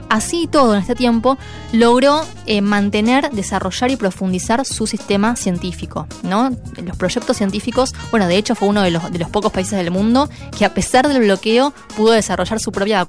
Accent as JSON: {"language": "Spanish", "country": "Argentina", "said": "bien lo sabemos los argentinos"}